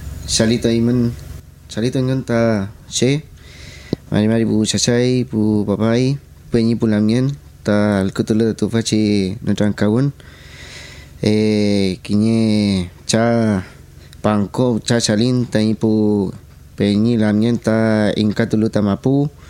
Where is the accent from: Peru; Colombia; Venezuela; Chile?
Chile; Penco, Biobío; Yo soy de aquí de Penco. Nací en Chiguayante, pero inmediatamente me vine para acá.